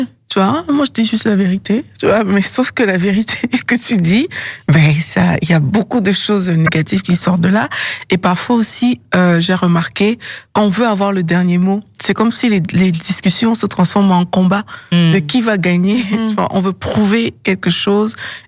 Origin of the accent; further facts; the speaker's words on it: Cameroon; moved away; moi, je viens du Cameroun, et au Cameroun, on peut parler d'une façon parfois très tic-tac, tic-tac, tic-tac, et ça peut être normal.